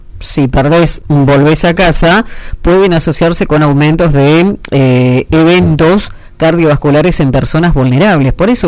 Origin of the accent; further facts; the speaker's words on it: Argentina; tan pasionales como somos los argentinos